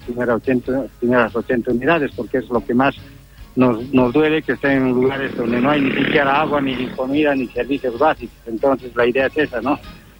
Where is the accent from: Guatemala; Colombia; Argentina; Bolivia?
Bolivia; nosotros también somos bolivianos